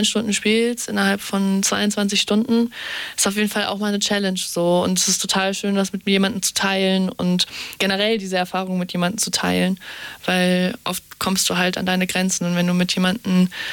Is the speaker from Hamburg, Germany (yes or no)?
yes; Hamburg, Germany; wo ich wirklich den Sommer über nicht in meiner Heimatstadt war. Echt? Also in Hamburg.